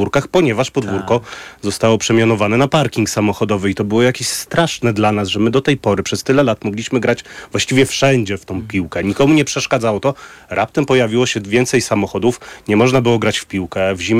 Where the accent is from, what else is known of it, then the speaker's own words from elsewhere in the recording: Warsaw, Masovian Voivodeship, Poland; jestem z Warszawy, urodzonym warszawiakiem, więc podstawówkę miałem pod blokiem właściwie też